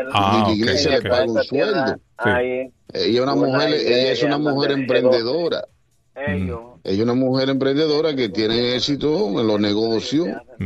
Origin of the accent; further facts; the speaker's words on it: Dominican Republic; este gobierno que tenemos en Dominicana